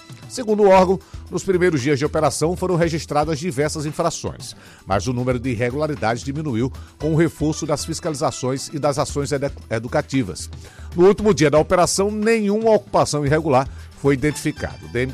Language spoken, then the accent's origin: Portuguese; Maceió, Alagoas, Brazil; Eu sou de Maceió, eu tenho um lugar de fala, viu?